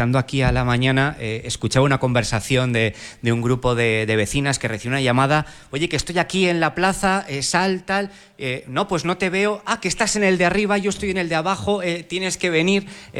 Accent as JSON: {"language": "Spanish", "town": "Tudela", "region": "Navarre", "country": "Spain", "said": "las de mi pueblo. Creo que decir pueblo a Tudela tampoco pasa nada"}